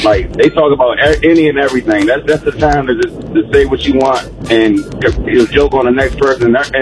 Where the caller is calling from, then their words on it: Washington, District of Columbia, United States; from D.C.